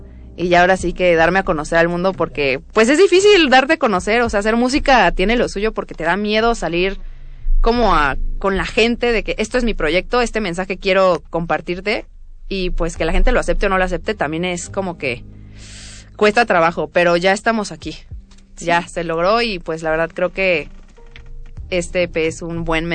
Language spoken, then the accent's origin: Spanish; Yucatán, Mexico; also born or lived in Querétaro; now in Mexico City, Mexico; Y fue hasta que me mudé aquí a Ciudad de México, porque vengo de Querétaro, pero soy yucateca.